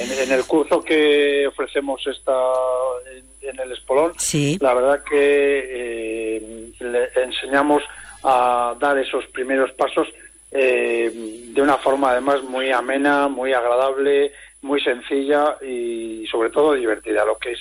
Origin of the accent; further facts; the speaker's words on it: La Rioja, Spain; Es cierto que somos los riojanos en ese sentido quizá un poco tímidos, ¿no?